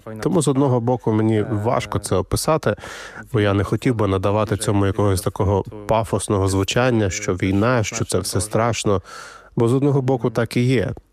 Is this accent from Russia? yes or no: no; Poland; Ukrainian is a second language; коли я розмовляю з ними українською і лише через деякий час згадую, що я з Польщі